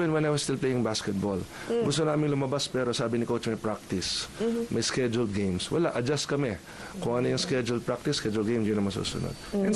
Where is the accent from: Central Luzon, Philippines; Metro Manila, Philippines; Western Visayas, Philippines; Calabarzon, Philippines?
Metro Manila, Philippines; San Juan; Kasi, again, I've lived here all my life. I was born in San Juan, Cardinal Santos Medical Center, December 5, 1977. Buong buhay ko, all 48 years dito po ako.